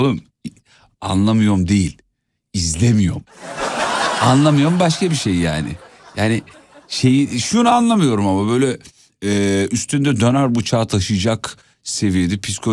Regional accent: İzmit, Kocaeli, Turkey; now in Istanbul, Turkey; İzmit'te hiç görmedim mesela, memleketimde.

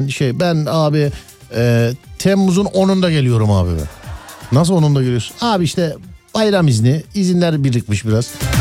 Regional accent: Şişli, Istanbul, Turkey; Benim köyümden mesela Şişli'den ikinci köprüye gitmeyi denediniz mi?

